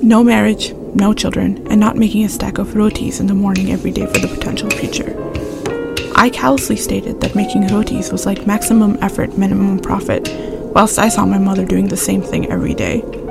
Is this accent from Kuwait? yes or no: yes; Kuwait; English is a second language; Instead, I learned English in Kuwait. In high school, I jokingly tried to explain to a classmate why I pronounced my A's like that. In Kuwait, I went to an Indian school where I learned British English.